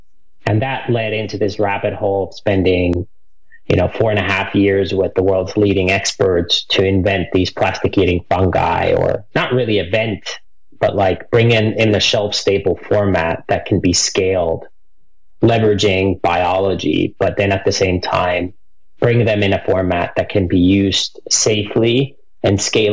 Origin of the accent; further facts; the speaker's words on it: Finland; So I grew up in Finland on a 13-generation family farm, and there I learned about human health from my mom